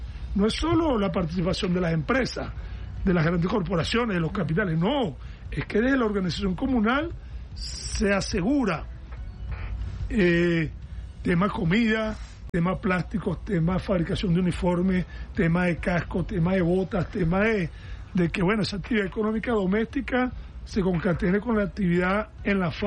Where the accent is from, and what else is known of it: Venezuela